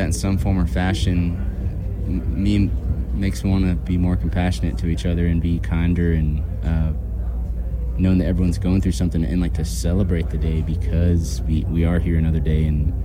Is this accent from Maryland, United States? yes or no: no; Texas, United States; I have to say … because I'm from Texas, and my mom like revered him